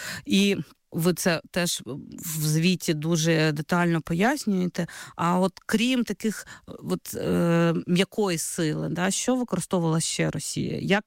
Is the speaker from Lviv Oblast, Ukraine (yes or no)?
no; Crimea, Ukraine; я часто згадую як кримчанка